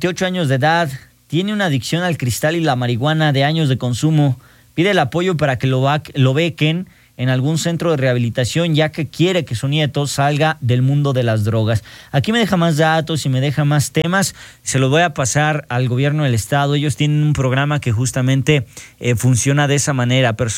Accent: Jalisco, Mexico; now in Aguascalientes, Mexico; Están muy bonitas las de mi tierra, las jaliscienses.

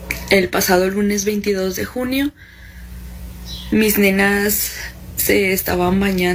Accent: Aguascalientes, Mexico; tengo 30 años, soy de Aguascalientes y tengo dos niñas de 1 año y 6 años.

